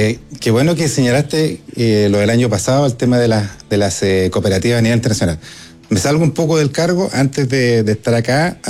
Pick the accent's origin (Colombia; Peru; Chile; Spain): Chile; Valdivia, Los Ríos; Yo soy del sur, yo soy de Valdivia.